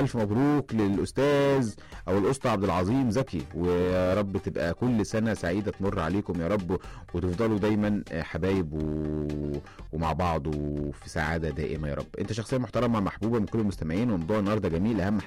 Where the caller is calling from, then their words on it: Alexandria, Alexandria Governorate, Egypt; من اسكندريه